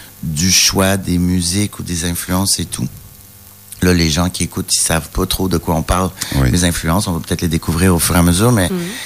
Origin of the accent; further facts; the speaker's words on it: Quebec, Canada; now in France; Je suis né au Québec. Je suis québécois. Et j'habite en France depuis 11 ans.